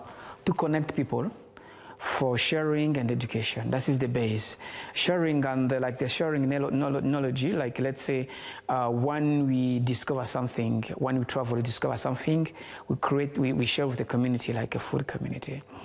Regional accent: Germany; born or raised there

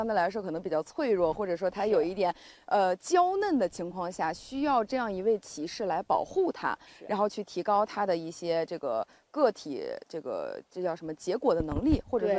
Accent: Hebei, China; 我不是甘肃人啊，我家是河北的。哎，我们河北的杏子都是毛杏，

